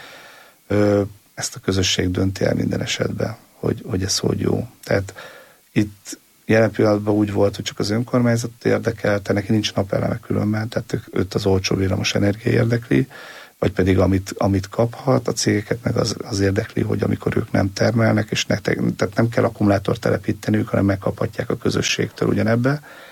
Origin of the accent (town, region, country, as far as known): Hungary